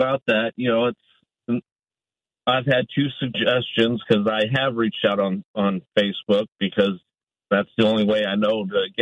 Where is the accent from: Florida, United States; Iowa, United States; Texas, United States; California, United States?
California, United States; moved away as an adult; we came out here from Southern California in 05.